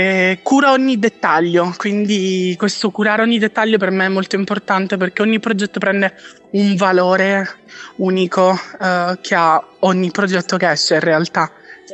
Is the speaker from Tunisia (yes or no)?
no; Catania, Sicily, Italy